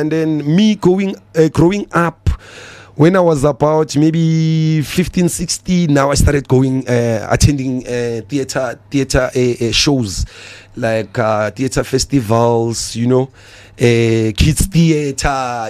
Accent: Soweto, Gauteng, South Africa; I grew up in a township of stars. I was surrounded with a lot of stars, including … Yeah, because I'm from Indofire, Soweto, Middlelands

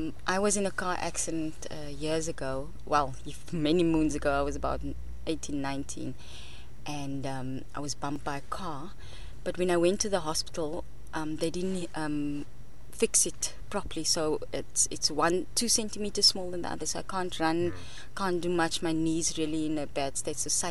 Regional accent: Johannesburg, Gauteng, South Africa; first language English; Afrikaans is a second language; It is a Joburger. born and bred.

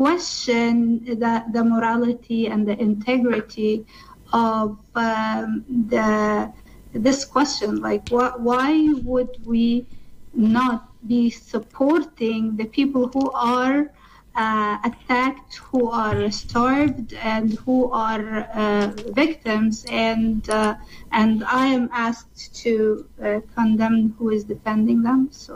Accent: Canada; I am as a Canadian and a free woman and a Muslim. So I'm very proud of being a Muslim and a Canadian.

